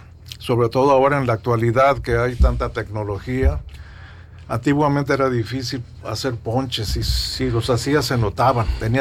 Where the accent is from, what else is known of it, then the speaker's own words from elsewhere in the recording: Mexico; Como mexicano que soy, entiendo el concepto.